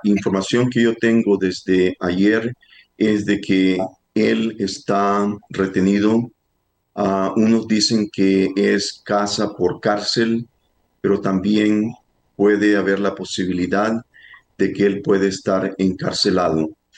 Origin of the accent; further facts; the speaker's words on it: Nicaragua; Yo hablo como nicaragüense. Yo conozco muy bien la realidad de Nicaragua.